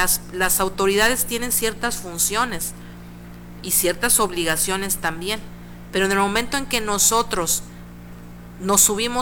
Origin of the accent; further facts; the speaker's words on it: Huasteca, Mexico; en mi tierra, la Huasteca